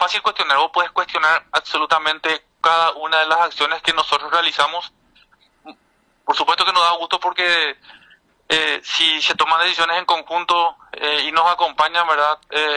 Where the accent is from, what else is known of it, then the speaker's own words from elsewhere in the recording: Yaguarón, Paraguarí, Paraguay; moved away; Yo soy yaguaronino, ya morir siendo yaguaronino, ya morir siendo paraguayo